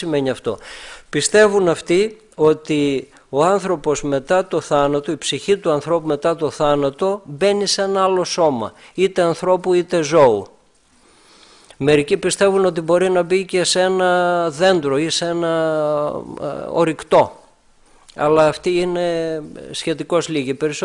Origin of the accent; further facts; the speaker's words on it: Greece; είμαστε Έλληνες και βρεθήκαμε ορθόδοξοι